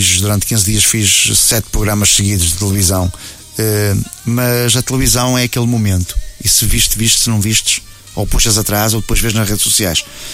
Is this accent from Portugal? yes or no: yes; Porto, Norte, Portugal; born there; E eu nasci aqui, como estávamos a falar, saiu-me aqui do peito, porque fala da minha cidade natal, onde eu nasci, e onde eu tenho um carinho enorme para aquela cidade.